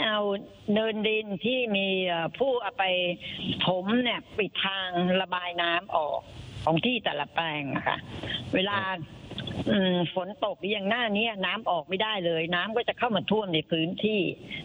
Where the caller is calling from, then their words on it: Thanyaburi, Pathum Thani, Thailand; อยู่หมู่4ตำบลลำพะกูดธัญบุรีปทุมธานีค่ะ